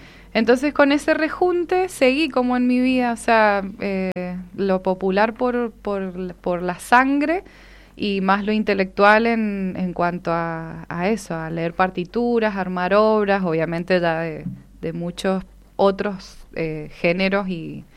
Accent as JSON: {"language": "Spanish", "town": "San Rafael", "region": "Mendoza", "country": "Argentina", "tie": "born there", "moved": "yes", "said": "yo nací en San Rafael, y no me digan nada con eso de que, ay, que es otra provincia."}